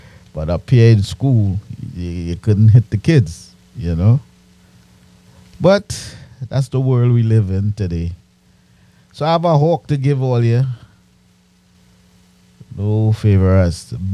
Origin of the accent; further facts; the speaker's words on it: Trinidad & Tobago; moved away; when I was growing up in Trinidad